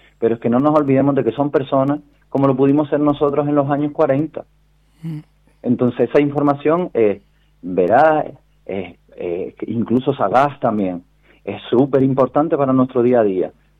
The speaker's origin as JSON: {"language": "Spanish", "town": "Telde", "region": "Canary Islands", "country": "Spain", "tie": "born or raised there", "lives_now": "Los Giles, Spain", "said": "Yo estoy oriundo de Telde, me crié, y ahora, bueno, ahora estoy temporalmente en Los Giles."}